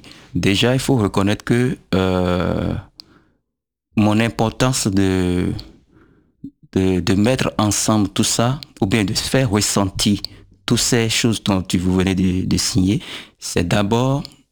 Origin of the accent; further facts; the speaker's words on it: Abomey, Zou, Benin; j'ai grandi à Abomey où il y a pas mal de cérémonies qui se passent